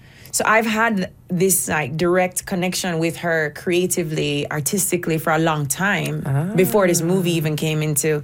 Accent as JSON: {"language": "English", "country": "Jamaica", "said": "I'm a Jamaican girl. I'm a reggae artist."}